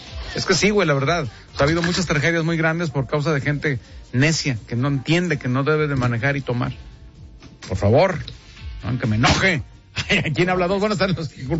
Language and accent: Spanish; Mexico; Así somos los mexicanos.